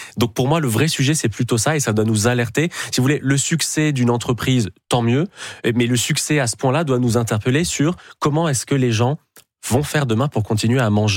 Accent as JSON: {"language": "French", "country": "France", "tie": "born there", "said": "j'ai la chance d'être franco-libanais. Je suis né en France, mais je parle l'arabe."}